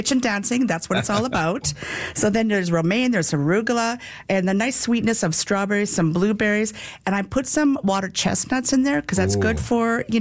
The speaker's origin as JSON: {"language": "English", "town": "Smithers", "region": "British Columbia", "country": "Canada", "tie": "born or raised there", "moved": "yes", "lives_now": "Calgary, Canada", "said": "Smithers, BC, like my hometown."}